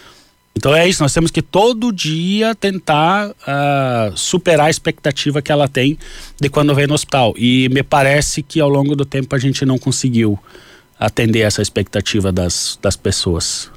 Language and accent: Portuguese; Santa Catarina, Brazil; also born or lived in Paraná; now in Rio Grande do Sul, Brazil; Já morei nos 3 estados do Sul. E eu sou de Santa Catarina, né? Mas eu já morei também no Paraná e agora é a segunda cidade no Rio Grande do Sul.